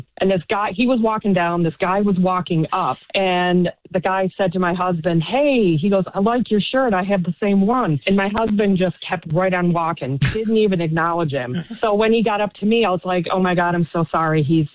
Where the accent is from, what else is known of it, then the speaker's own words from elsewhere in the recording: New York, United States; you're not from here. And I said, no, I'm from Central New York.